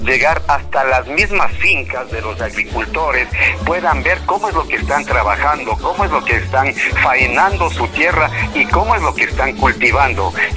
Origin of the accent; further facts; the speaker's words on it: Puéllaro, Pichincha, Ecuador; y yo soy de Puéllaro, del barrio El Chipichí, pero les garantizo que el huevo de nuestra tierra sí es el mejor del Ecuador.